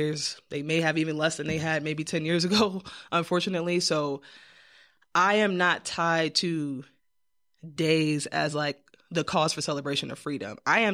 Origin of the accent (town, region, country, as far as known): New York, United States; now in Towson, United States